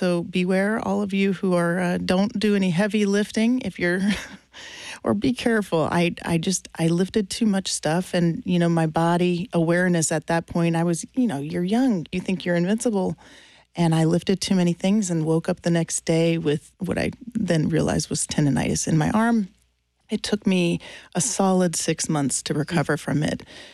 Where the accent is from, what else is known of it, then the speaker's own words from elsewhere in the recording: North Carolina, United States; also born or lived in Florida; I wasn't born, but I was raised in North Carolina, so somewhat close by to Georgia